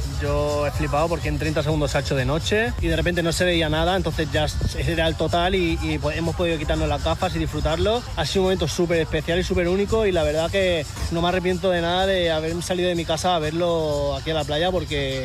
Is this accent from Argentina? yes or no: yes; Argentina; Vengo de Argentina, vine por vacaciones, pero no vine específicamente por el eclipse.